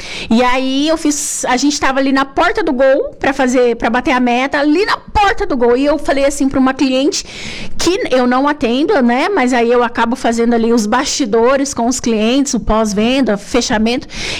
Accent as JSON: {"language": "Portuguese", "region": "Paraná", "country": "Brazil", "also_born_or_lived": "Maringá / Curitiba", "moved": "as an adult", "said": "Eu sou paranaense, eu venho de lá, fui pro atacado em Maringá, fui pra Curitiba como representante e vim pra cá no atacado e tô desde então."}